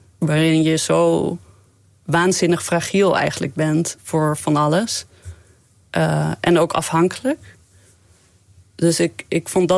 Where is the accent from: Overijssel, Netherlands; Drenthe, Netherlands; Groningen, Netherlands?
Groningen, Netherlands; Ja, ik ben gewoon Nederlands uit Groningen.